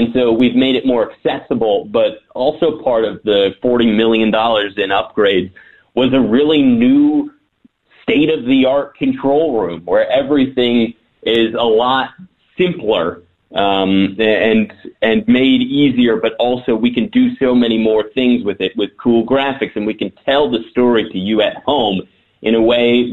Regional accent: Chicago, Illinois, United States; also born or lived in Syracuse; now in Asheville, United States; I'm a Cubs fan. I was raised on the North Side.

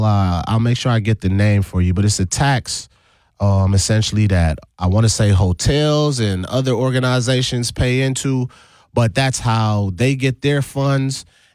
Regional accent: U.S. Virgin Islands; now in United States; I know I don't take it for granted being born and raised in the Virgin Islands and moving to Wisconsin weather.

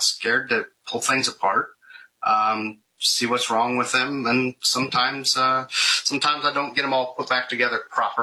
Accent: Emporia, Kansas, United States; I'm from Central Kansas, Emporia, Kansas, for that matter.

